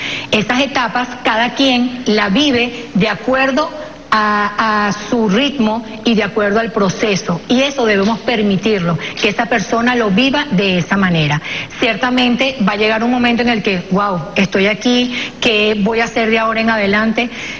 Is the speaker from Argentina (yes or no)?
no; Venezuela; Considero muy importante que nosotros como venezolanos debemos demostrar lo que somos